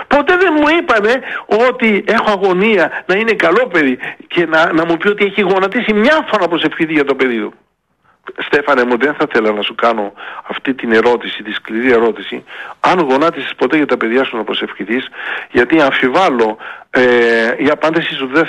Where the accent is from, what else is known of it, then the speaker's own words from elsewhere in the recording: Greece; θα επιστρέφουμε πίσω στην Ελλάδα.